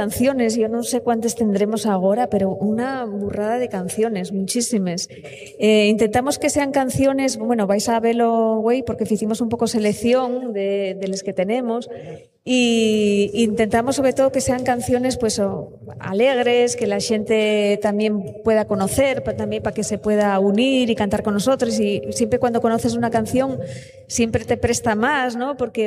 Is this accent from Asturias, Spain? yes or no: yes; Pimiango, Asturias, Spain; porque venimos de Pimiango, del oriente de Asturias.